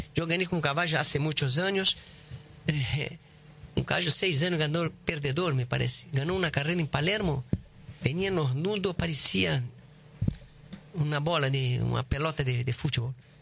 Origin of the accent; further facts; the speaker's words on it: Brazil; Spanish is a second language; Soy un jockey brasileño que vino a correr el Gorila de Brasil, bueno.